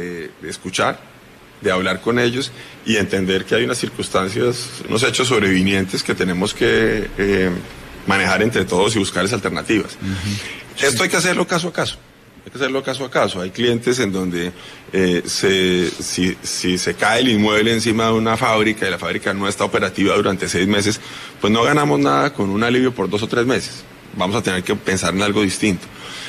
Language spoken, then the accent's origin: Spanish; Colombia; todos nos reconocemos como colombianos